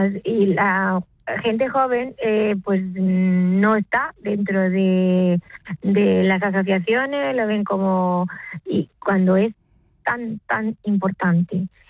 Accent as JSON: {"language": "Spanish", "town": "Ribera del Fresno", "region": "Extremadura", "country": "Spain", "tie": "born or raised there", "said": "yo nunca me moví de mi pueblo, de Ribera del Fresno, un pueblo de 3.500 habitantes"}